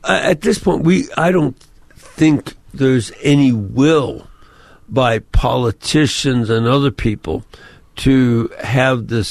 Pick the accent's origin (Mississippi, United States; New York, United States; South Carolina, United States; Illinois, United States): Illinois, United States; Chicago; born or raised there